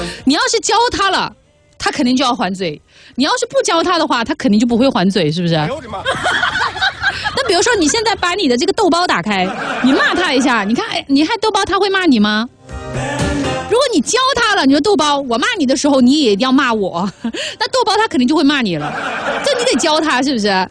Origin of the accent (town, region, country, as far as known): Sichuan, China